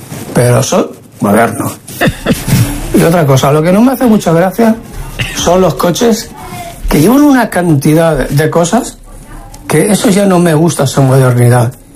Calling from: Barcelona, Catalonia, Spain; Hola, Farero … de Barcelona.

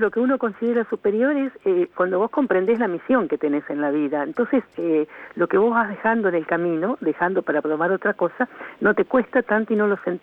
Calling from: Chascomús, Buenos Aires Province, Argentina; de Chascomús.

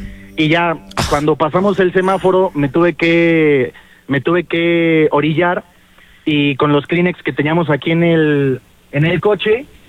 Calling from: Mexico City, Mexico; De la Ciudad de México.

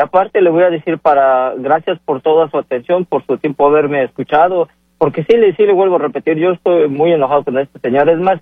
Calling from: Mexico

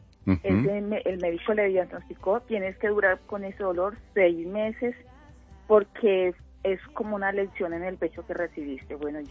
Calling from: Armenia, Quindío, Colombia; En la ciudad de Armenia

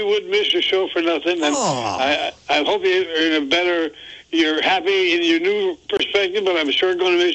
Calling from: Berlin, Vermont, United States; I live in Berlin with you. I'm on Stewart Road. I'm an old conservative.

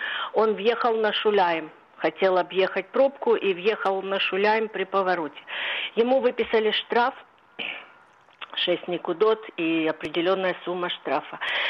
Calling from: Kiryat Gat, Southern District, Israel; Я из Кирьят-Гата.

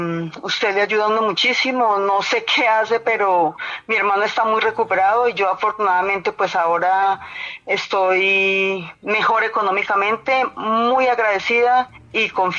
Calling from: Sogamoso, Boyacá, Colombia; Lo estoy llamando de Sogamoso

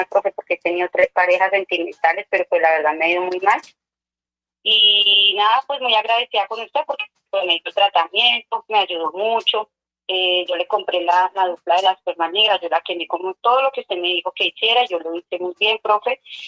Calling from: Bogotá, Colombia; De acá, del barrio Casalita, del sur de Bogotá.

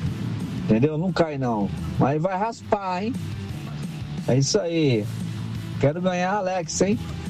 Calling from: São Paulo, Brazil

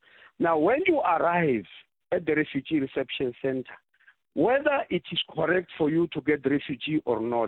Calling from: South Africa; I'm really just phoning as a South African

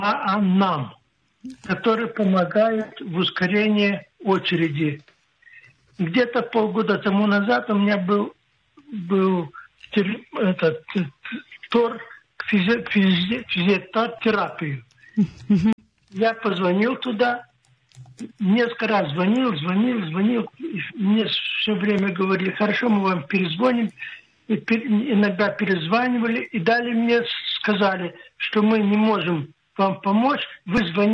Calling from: Ashdod, Southern District, Israel; Я звоню из Эшдота, я тоже пережил Холокост.

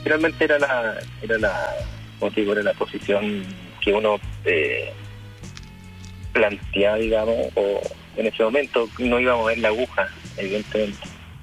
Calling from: Chile; nosotros no somos de Santiago, somos cerquita en la costa

